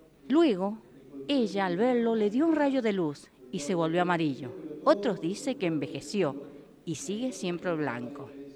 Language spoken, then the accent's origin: Spanish; Chacritas, Argentina; En Chacritas, sería 15 kilómetros del departamento de La Paz, del otro lado del río Tuyán, que actualmente está seco.